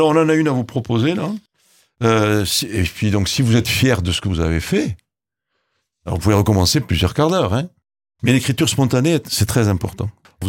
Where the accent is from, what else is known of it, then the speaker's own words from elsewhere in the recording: Occitanie, France; Ah oui, parce que on est du Volvestre.